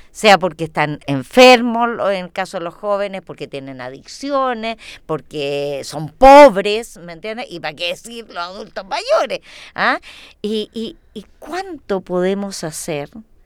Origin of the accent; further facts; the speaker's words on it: Chile; nosotros como chilenos, que somos una mezcla, ¿no es cierto?, de razas y de cultura